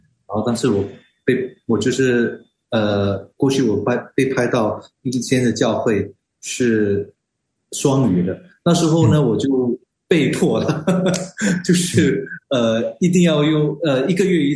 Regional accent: Singapore; 我是华人嘛，我对他们的文化虽然有不同，新加坡华人跟其他国家的华人有不同，但是我发现，哎，我们有很多共同点

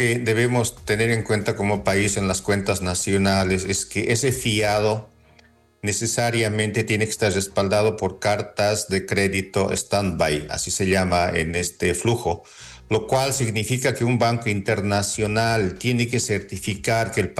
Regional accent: Bolivia; como país, como bolivianos

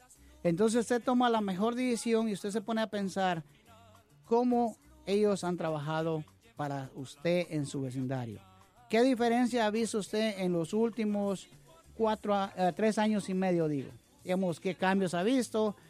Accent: Guatemala; now in United States; Yo soy de origen guatemalteco, pero estoy orgulloso de funcionar en este país

